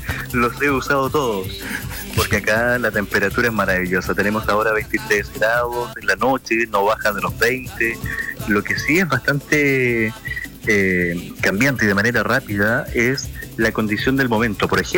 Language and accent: Spanish; Valdivia, Los Ríos, Chile; yo vengo de Valdivia.